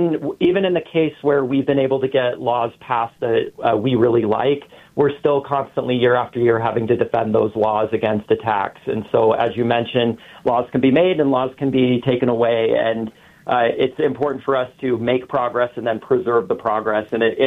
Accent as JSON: {"language": "English", "region": "Utah", "country": "United States", "tie": "born or raised there", "said": "I grew up, I was born in 1984, and so I grew up in the 90s as a little closeted gay boy in Utah"}